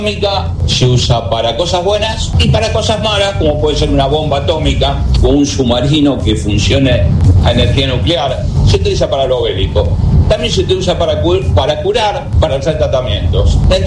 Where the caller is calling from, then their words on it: Luis Guillón, Buenos Aires Province, Argentina; de Luis Guillón.